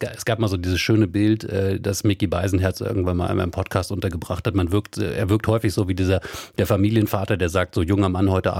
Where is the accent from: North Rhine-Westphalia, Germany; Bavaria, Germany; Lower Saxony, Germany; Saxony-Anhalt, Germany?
Lower Saxony, Germany; Wolfsburg; Ich meine, ne, Full Disclosure hier, wir sind beide aus Wolfsburg.